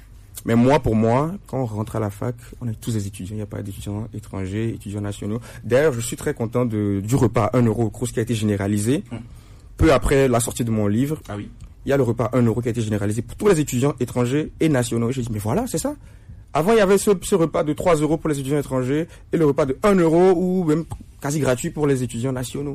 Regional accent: Togo; now in France; Quelle est la responsabilité de mon pays d'origine? Quand je prends mon pays, le Togo.

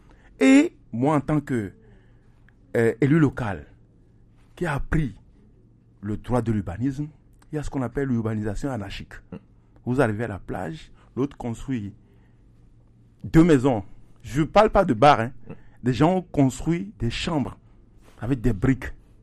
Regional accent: Lomé, Maritime, Togo; born there; Je suis né dans le Golfe 4 à Lomnava. À l'époque, c'était le 3e arrondissement.

